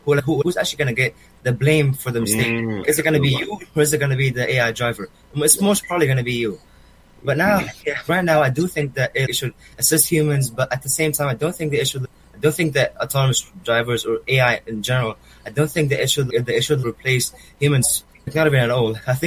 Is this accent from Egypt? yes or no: yes; Egypt; I would 100% consider going back to Egypt because Egypt is practically in my home country. Like I lived there most of my life. I spoke the language there, which is Arabic, by the way.